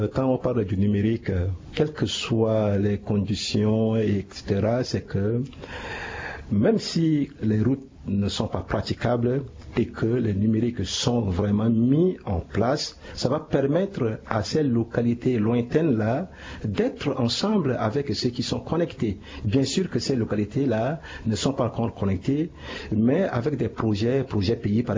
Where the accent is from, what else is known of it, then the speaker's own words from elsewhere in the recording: Central African Republic; chez nous, en République centrafricaine